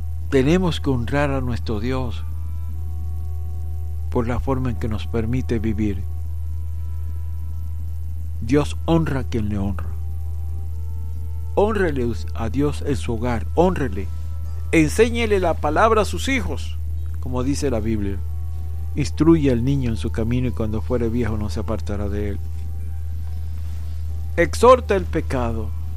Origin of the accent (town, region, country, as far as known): Venezuela